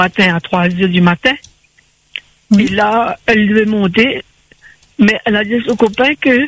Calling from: Salazie, Réunion; moi je suis à Salazie

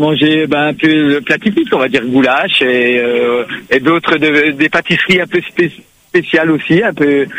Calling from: Réunion; on est 14 réunionnais à être au stade cet après-midi.

